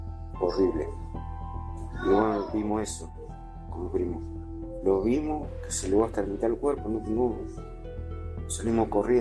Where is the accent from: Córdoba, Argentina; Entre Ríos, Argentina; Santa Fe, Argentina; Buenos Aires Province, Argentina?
Buenos Aires Province, Argentina; La Ferrere; Hola Héctor … de Las Ferreras.